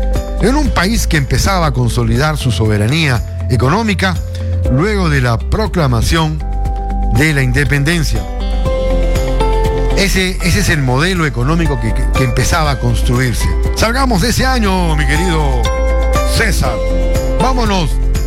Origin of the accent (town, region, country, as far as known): Peru